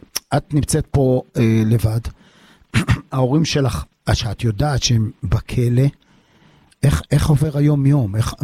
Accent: Jerusalem, Jerusalem District, Israel; אנחנו אוהבים את ירושלים, אני יליד ירושלים, העסק שלי בירושלים

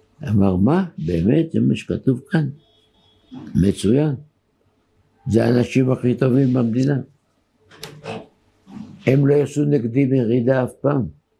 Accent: Bat Yam, Tel Aviv District, Israel; born there; אני לא גדלתי באזור חרדי, אני בת ימי.

